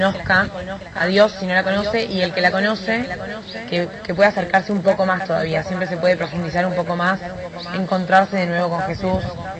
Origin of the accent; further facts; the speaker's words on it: Bella Vista, Buenos Aires Province, Argentina; Y somos misioneros, venimos de Buenos Aires, de Bella Vista.